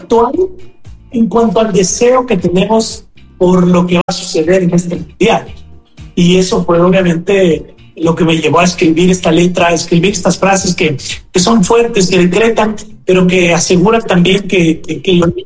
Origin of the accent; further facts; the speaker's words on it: Ecuador; todos somos ecuatorianos, no importa de qué raza, género, política, género